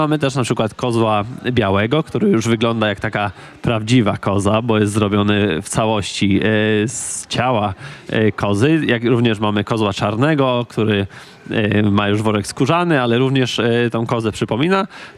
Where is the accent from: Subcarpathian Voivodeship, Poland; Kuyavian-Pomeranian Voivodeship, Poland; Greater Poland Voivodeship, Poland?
Greater Poland Voivodeship, Poland; Wolsztyn, Zbąszyń; w tym regionie, który jest moim rodzinnym regionem, to znaczy okolice Wolsztyna, Zbąszynia, Leszna